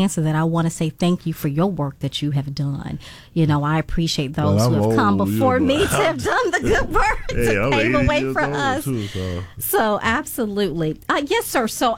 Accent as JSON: {"language": "English", "town": "Farmville", "region": "Virginia", "country": "United States", "said": "most people laugh when I say I'm from Farmville. Yes, it is farm, like a farm, Farmville, Virginia. You know, and I'm a country girl."}